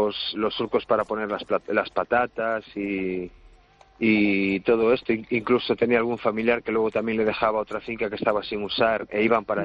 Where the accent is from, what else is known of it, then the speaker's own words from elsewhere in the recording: Cangas, Spain; yo soy de Cangas y tengo ese lenguaje aún de ir a sachar abeja.